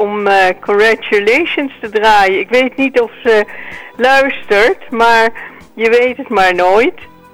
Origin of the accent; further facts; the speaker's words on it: Amstelveen, North Holland, Netherlands; born there; Nee, ik ben in Amstelveen geboren.